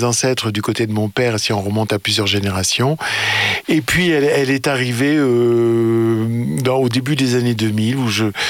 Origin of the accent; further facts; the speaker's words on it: Lyon, Auvergne-Rhône-Alpes, France; born there; Je suis né à Lyon